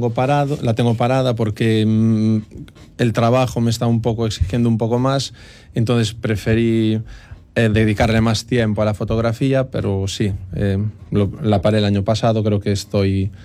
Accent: Verín, Galicia, Spain; yo soy de Verín

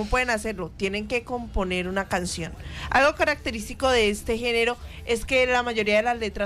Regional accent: Colombia; nuestra tierra, nuestras raíces, nuestra fuerza y lo que somos y lo que nos une como colombianos

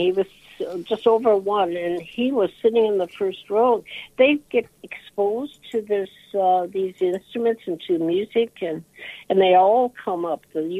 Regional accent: Minot, North Dakota, United States; born there; moved away; I'm originally centuries ago from North Dakota. So I was born here in Minot.

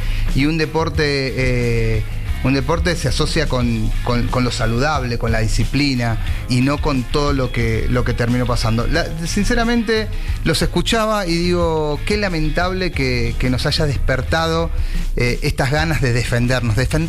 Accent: Argentina; now in Mexico

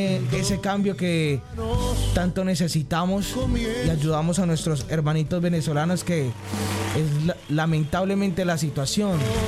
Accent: Colombia; nosotros como hermanos colombianos que somos

